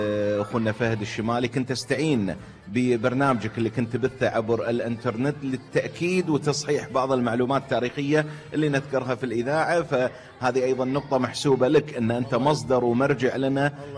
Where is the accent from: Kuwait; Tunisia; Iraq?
Kuwait